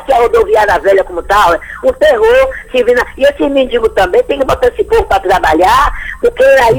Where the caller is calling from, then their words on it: Salvador, Bahia, Brazil; de Brotas.